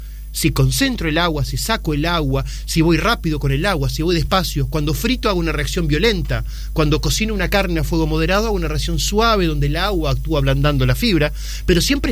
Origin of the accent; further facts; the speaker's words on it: Artigas, Uruguay; moved away as an adult; also born or lived in Montevideo; now in Las Piedras, Uruguay; No, soy de Artigas. Artigas.